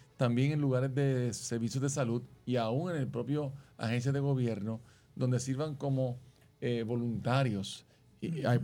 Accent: Puerto Rico; Somos la isla del Cordero. Tenemos un cordero en el centro de nuestro escudo, tenemos una Biblia.

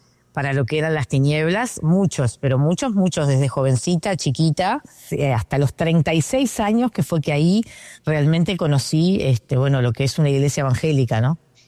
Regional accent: Montevideo, Uruguay; bueno, soy de Montevideo, Uruguay, o sea que bien por acá, por el sur.

